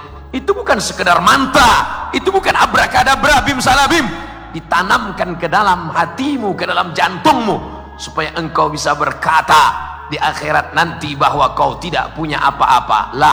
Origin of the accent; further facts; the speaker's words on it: Sumatra, Indonesia; now in Palu, Indonesia; Saya datang dari Sumatera, ini Palu, Sulawesi Tengah, jauh Ustadz Somad, melewati Kalimantan.